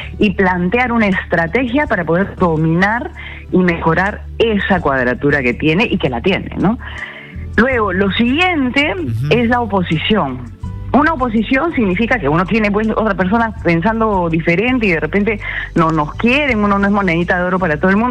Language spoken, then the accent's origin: Spanish; Peru; yo como peruana sí. Voy a caminar erguida, orgullosa de ser peruana